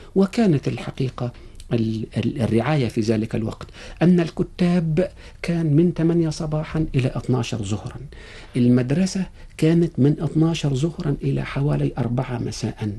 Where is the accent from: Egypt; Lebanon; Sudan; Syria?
Egypt; Monufia Governorate; نشأت في قرية فقيرة وبجوارها قرية غنية، وكنا في الوقت اللي هو قبل الإصلاح الزراعي. قريتنا نادر كان فيها عدد من الفلاحين، معظمهم ممن يستأجرون الأرض.